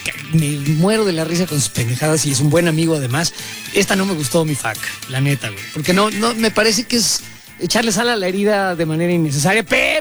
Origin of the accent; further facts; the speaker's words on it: Mexico; o bueno, pues como mexicanos, porque yo no soy un aficionado al fútbol